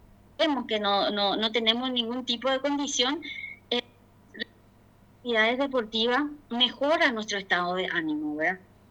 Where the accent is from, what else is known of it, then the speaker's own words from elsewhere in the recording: Santiago, Misiones, Paraguay; now in Asunción, Paraguay; soy de originalmente de Santiago Misiones.